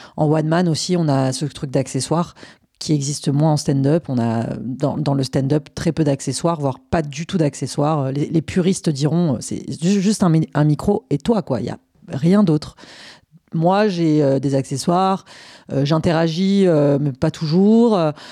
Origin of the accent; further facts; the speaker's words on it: Marseille, Provence-Alpes-Côte d'Azur, France; born there; En tout cas, moi, je suis née à Marseille. C'est une ville qui fait partie de mon identité